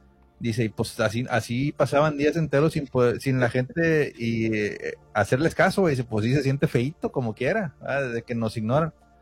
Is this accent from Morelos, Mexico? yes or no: no; Monterrey, Nuevo León, Mexico; Yo soy de Monterrey